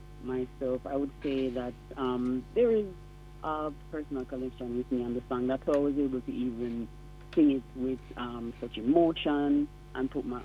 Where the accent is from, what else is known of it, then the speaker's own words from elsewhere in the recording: Jamaica; my hometown in Jamaica